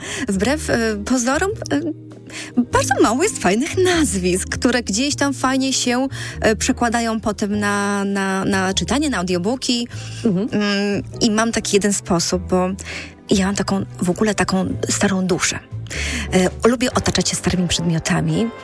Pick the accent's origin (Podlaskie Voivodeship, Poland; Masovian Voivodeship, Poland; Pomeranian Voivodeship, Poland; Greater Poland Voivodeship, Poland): Podlaskie Voivodeship, Poland; now in Łomża, Poland; ja pochodzę z bardzo małego miasteczka tak naprawdę pod Łomżą i mi zawsze jakoś było bliżej do tych małych miasteczek niż do tych większych miast